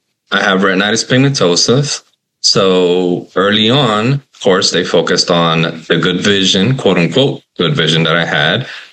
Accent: Miami, Florida, United States; I'm from Miami, Florida.

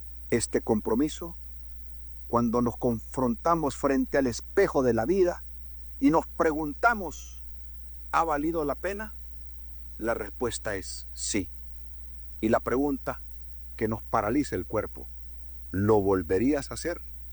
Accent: Honduras; Así somos los hondureños y las hondureñas de una sola pieza.

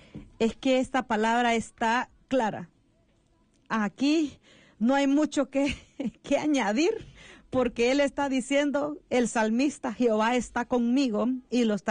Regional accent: Minas de Oro, Comayagua, Honduras; yo soy de un pueblo que se llama Minas de Oro, muy hermoso mi pueblo y muy lleno de gente de Dios.

